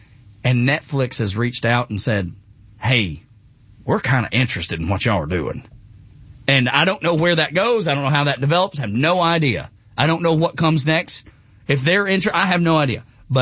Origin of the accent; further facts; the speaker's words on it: Dalton, Georgia, United States; because he was from Cleveland, Tennessee, and I'm from Dalton.